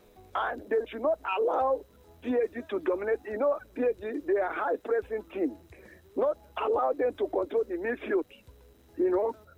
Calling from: Ikorodu, Lagos, Nigeria; I'm calling from Ikorodu.

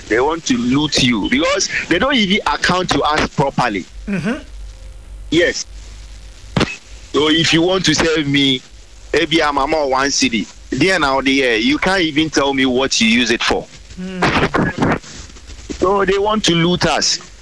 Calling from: Tafo, Ashanti, Ghana; Calling from Tafo.

